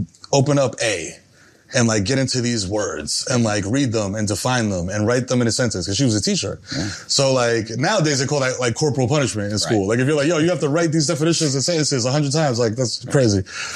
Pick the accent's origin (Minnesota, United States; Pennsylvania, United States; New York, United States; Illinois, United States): New York, United States; New York City; You know, first generation and growing up in the Bronx, it's like you believe that you can do certain things